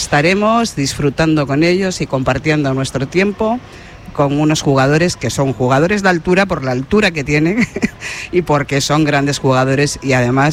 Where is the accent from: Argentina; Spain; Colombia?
Spain; Levante; now in A Coruña, Spain; Sí, sí, de Levante, de Levante.